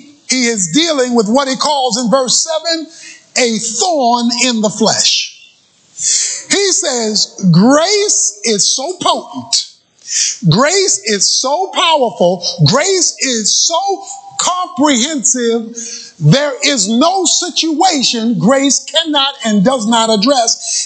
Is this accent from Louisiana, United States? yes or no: no; Baltimore, Maryland, United States; When I was growing up in Baltimore